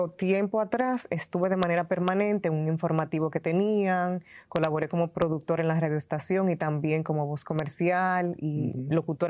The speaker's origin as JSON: {"language": "Spanish", "region": "Santo Domingo", "country": "Dominican Republic", "tie": "born there", "said": "Se transmitía una Eucaristía desde la parroquia en la que yo me congregaba, parroquia Nuestra Señora de Fátima en mi país."}